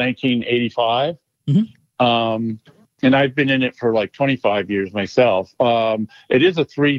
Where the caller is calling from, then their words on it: Anchorage, Alaska, United States; I'm calling from Alaska, Anchorage.